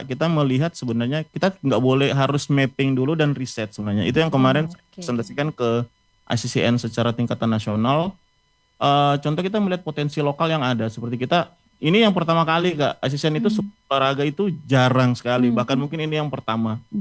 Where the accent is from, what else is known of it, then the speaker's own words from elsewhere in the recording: Lenganeng, North Sulawesi, Indonesia; di kampung saya Lenganeng